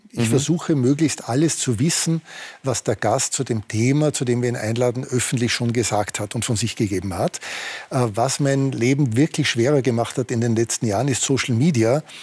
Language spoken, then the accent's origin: German; Innsbruck, Tyrol, Austria; im Olympischen Dorf in Innsbruck in einer Baugrube, wo ich aufgewachsen bin.